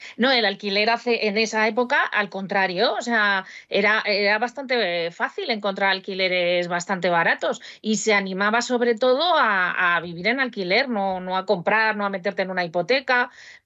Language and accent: Spanish; Madrid, Community of Madrid, Spain; soy de Madrid, vivo en Madrid, pero no Madrid capital. Yo hace ya muchos años me tuve que marchar, porque también me echaron. Fue imposible quedarme por allí y aquí estoy, a 30 kilómetros de Madrid.